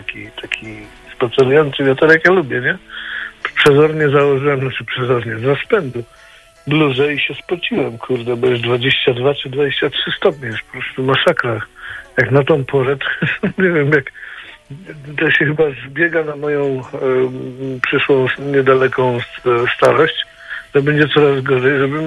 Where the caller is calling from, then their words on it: Radom, Masovian Voivodeship, Poland; Ja jestem z Radomia, dlatego się tak śmieję. Nie mieszkam w Gnieźnie.